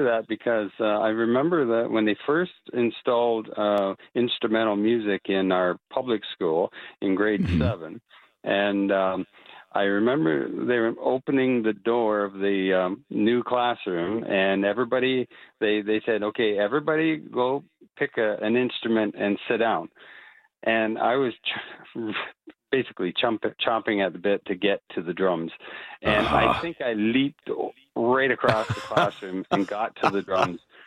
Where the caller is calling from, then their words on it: Waterford, Ontario, Canada; Calling from Waterford, Ontario.